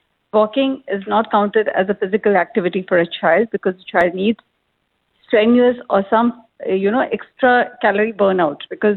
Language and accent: English; India; moved away as an adult; now in United Arab Emirates; there was a phase when I used to practice back home. I'm from India